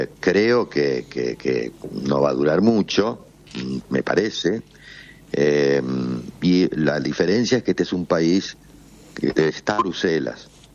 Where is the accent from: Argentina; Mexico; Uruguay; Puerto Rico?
Argentina; now in Spain; No soy español. Claro. Entonces, no lo vivo con la, ¿cómo te puedo decir?, con la intensidad con la que yo podía vivir en la Argentina.